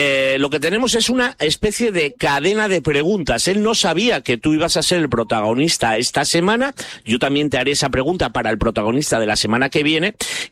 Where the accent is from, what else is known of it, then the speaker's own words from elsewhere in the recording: Gijón, Asturias, Spain; Yo soy de Gijón, soy del Sporting y yo te tengo que preguntar por mi paisano.